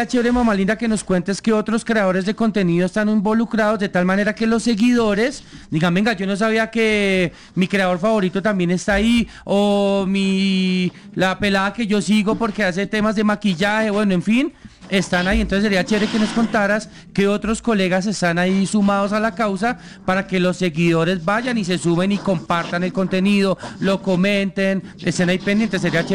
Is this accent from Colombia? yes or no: yes; Colombia; La misión de nosotros como colombianos en este momento es llenar esa tractomula.